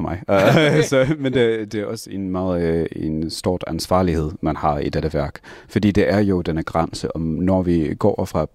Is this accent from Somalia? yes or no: no; Hungary; Danish is a second language; now in New Jersey, United States; jeg kommer fra Ungarn, og min mormors mor, jeg ved ikke, hvordan man siger det på dansk